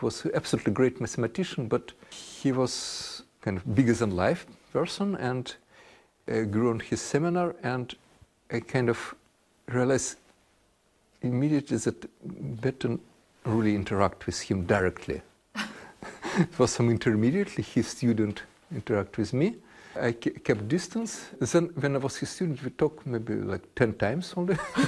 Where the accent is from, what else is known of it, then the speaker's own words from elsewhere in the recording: Russia; English is a second language; No, see, because I'm from Russia